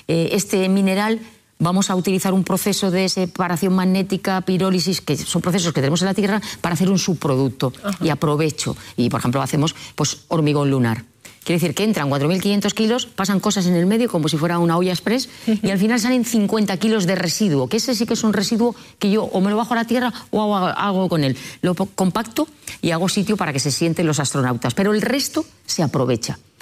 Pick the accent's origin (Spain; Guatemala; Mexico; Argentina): Spain; le digo que soy de aquí, de España, que si me pueden dar acceso